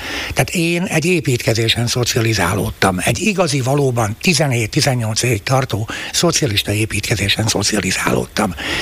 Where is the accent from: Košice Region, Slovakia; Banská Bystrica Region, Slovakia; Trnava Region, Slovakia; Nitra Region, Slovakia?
Nitra Region, Slovakia; Šaľa; Szülővárosom és gyermekkorom színtere Vágselje, az a mátyusföldi egykori mezőváros, amelyből aztán később a szocializmus idején egy komoly ipari központ lett.